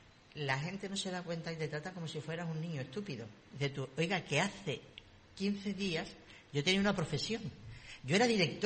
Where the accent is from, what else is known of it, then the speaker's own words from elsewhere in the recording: Cádiz, Andalusia, Spain; born there; En Cádiz capital. En el barrio Santa María.